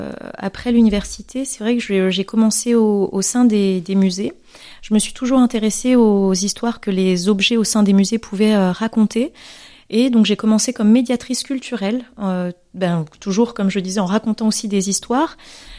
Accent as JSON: {"language": "French", "country": "Madagascar", "tie": "born there", "also_born_or_lived": "Alsace / Indian Ocean", "said": "je suis née à Madagascar, mais j'ai beaucoup voyagé ensuite entre l'Alsace et l'océan Indien"}